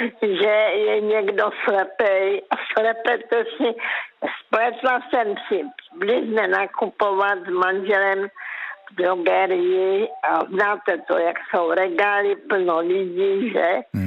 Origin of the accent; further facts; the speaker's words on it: Karolinka, Zlín Region, Czechia; já pocházím z Karolinky a jela jsem do Velkých Karlovic.